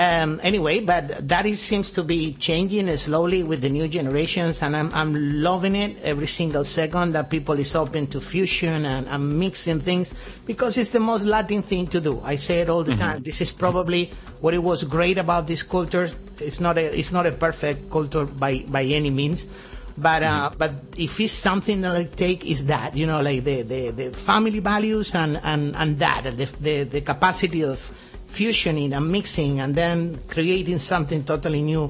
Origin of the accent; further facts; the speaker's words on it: Canary Islands, Spain; moved away; I'm from Canary Islands, so we have this connection with America, and we always had it.